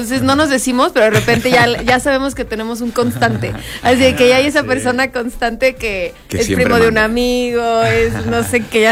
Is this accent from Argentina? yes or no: no; León, Guanajuato, Mexico; Somos de León.